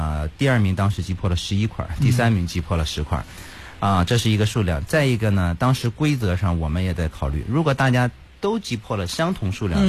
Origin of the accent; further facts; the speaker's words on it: China; 让我作为一个中国人，